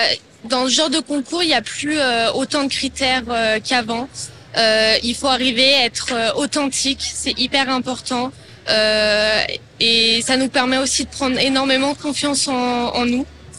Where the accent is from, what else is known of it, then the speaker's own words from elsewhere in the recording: Albertville, Auvergne-Rhône-Alpes, France; j'ai 24 ans, je suis originaire d'Albertville.